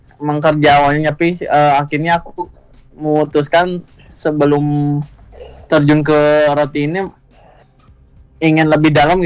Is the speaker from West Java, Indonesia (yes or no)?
yes; Bandung, West Java, Indonesia; aku dari Cimuleuit. Aku berjualan apa ya, UMKMku tuh jualan sorbet sama sordo di daerah Cimuleuit.